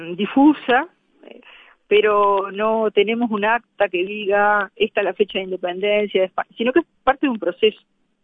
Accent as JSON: {"language": "Spanish", "country": "Uruguay"}